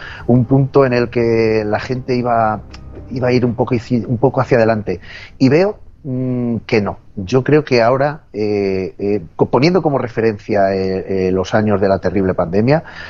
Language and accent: Spanish; Alcázar de San Juan, Castilla-La Mancha, Spain; Hace unos días estuvo aquí en Alcázar de San Juan, en la ciudad donde yo presto servicio y de donde soy